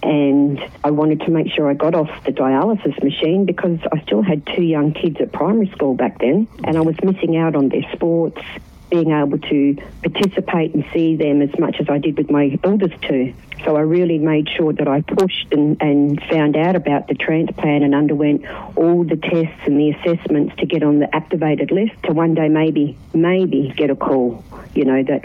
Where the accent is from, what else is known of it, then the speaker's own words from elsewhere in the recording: South Australia, Australia; I'm from South Australia.